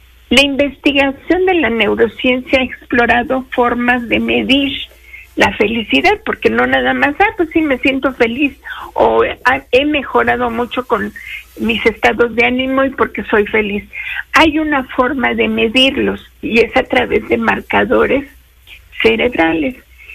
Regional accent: Mexico; nosotros somos los mexicanos

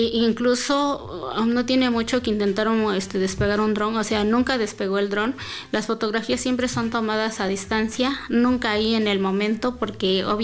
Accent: Mexico; yo soy de mi municipio es Atezcal, mi localidad es San Lucas de Teletitlán.

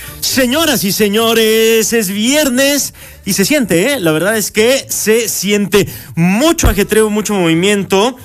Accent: Mexico; como buen mexicano, todo lo hacemos a la última hora, al último momento.

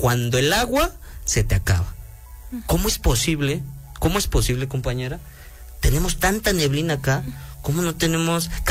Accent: Zacatlán, Puebla, Mexico; born there; yo soy un vecino de Zacatlán, no soy un ambientalista, simplemente estoy preocupado por lo que está pasando en mi tierra, porque aquí nací.

